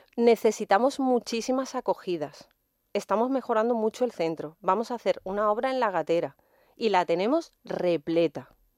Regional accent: Spain; somos los españoles

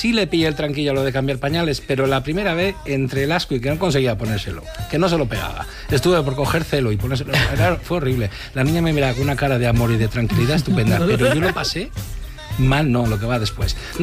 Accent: Bilbao, Basque Country, Spain; now in Madrid, Spain; yo saqué el carnet, me vine a Madrid, de Bilbao, que es una fía, o sea, de un pueblo de hecho pequeñito

